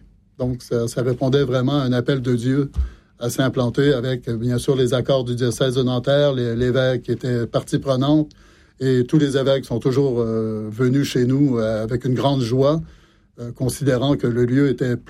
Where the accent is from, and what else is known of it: Montreal, Quebec, Canada; born or raised there; moved away as an adult; now in Fontenay, France